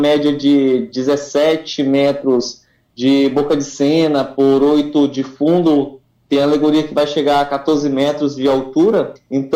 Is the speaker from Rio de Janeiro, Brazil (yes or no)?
no; Amazonas, Brazil; Porque quando a gente fala que a gente é do interior do Amazonas, boa parte das pessoas do sul, sudeste do Brasil, eles não têm muito conhecimento em relação à nossa realidade.